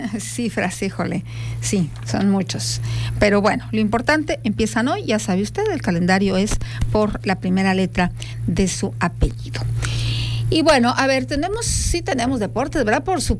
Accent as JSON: {"language": "Spanish", "country": "Mexico", "said": "así somos los mexicanos"}